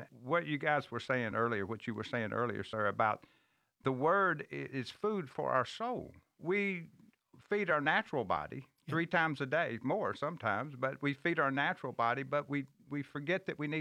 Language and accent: English; Harrisburg, Arkansas, United States; now in Memphis, United States; But no, I grew up in a small town in Arkansas, Northeast Arkansas, called Harrisburg. Out in the country, country boy